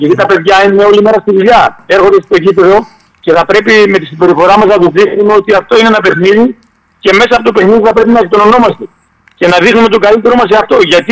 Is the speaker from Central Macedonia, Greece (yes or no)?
yes; Central Macedonia, Greece; είμαστε από το Δήμο Λαγκαδά όλοι από τα χωριά